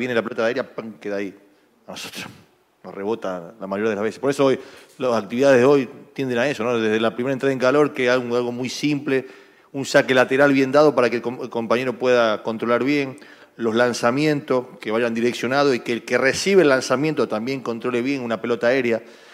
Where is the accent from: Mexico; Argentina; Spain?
Argentina